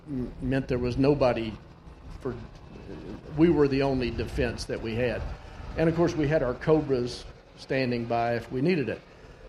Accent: Tennessee, the South, United States; also born or lived in Memphis, Tennessee; I was from the South. I lived in Memphis, Tennessee at the time.

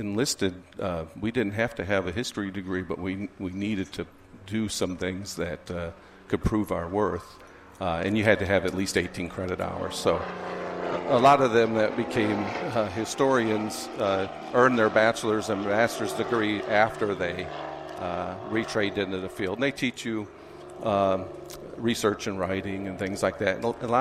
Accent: Chicago, Illinois, United States; It is, and growing up in Chicago, I'm surprised I never made it up this way before I joined the Air Force.

